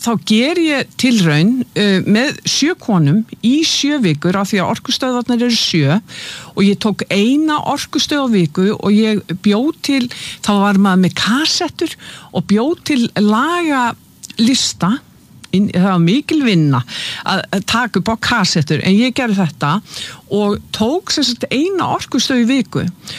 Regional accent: Keflavík, Southern Peninsula, Iceland; ég fætt og uppalinn í Keflavík í Bíklabænum og það var óbúslega mikið tónlist.

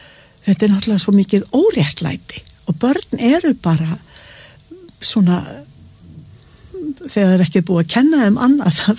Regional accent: Capital Region, Iceland; ég alinn upp á Berðþórugötunni sem var eiginlega fátækra hverfi

